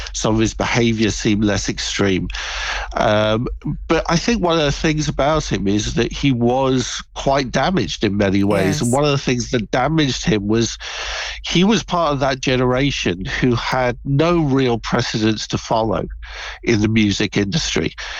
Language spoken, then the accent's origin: English; London, United Kingdom; I'm a Londoner myself